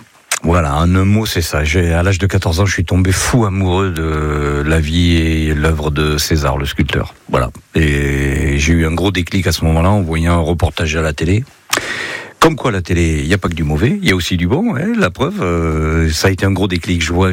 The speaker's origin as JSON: {"language": "French", "region": "Nouvelle-Aquitaine", "country": "France", "tie": "born or raised there", "said": "je suis né juste à côté de Sarlat, dans un village qui est en face du château de Fénelon, en face de Sainte-Mondane. Je suis né à Simérol. J'habite aujourd'hui Calviac en Périgord, qui est en face du château de Fénelon."}